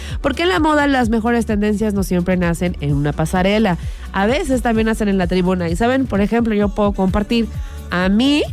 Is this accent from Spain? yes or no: no; Mexico; soy mexicana, me gusta mi origen, me gustan mis raíces